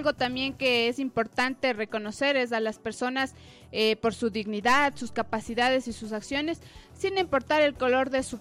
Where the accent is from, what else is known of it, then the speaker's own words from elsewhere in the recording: Imbabura, Ecuador; soy de allá de Imbabura.